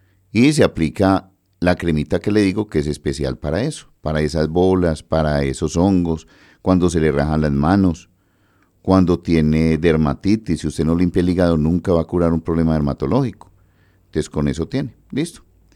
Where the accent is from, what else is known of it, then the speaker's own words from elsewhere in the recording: Antioquia, Colombia; nosotros los antioqueños